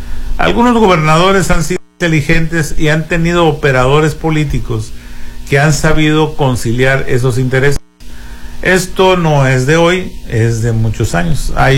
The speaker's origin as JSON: {"language": "Spanish", "region": "Sinaloa", "country": "Mexico", "said": "Yo soy un hombre de Sinaloa que quiero mucho a mi entidad"}